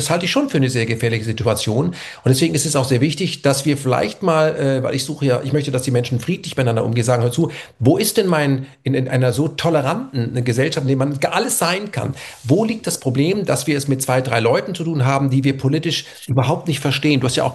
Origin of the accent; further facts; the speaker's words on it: Germany; Weil ich bin in Deutschland groß geworden, da gab es auch die RAF